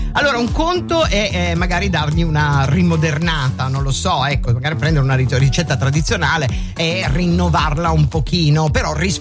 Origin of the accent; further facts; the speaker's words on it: Spain; moved away; essendo spagnola